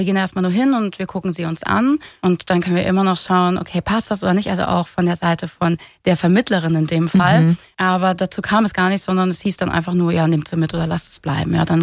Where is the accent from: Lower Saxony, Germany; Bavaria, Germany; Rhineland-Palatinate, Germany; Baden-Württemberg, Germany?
Baden-Württemberg, Germany; Wir kommen aus der Nähe von Stuttgart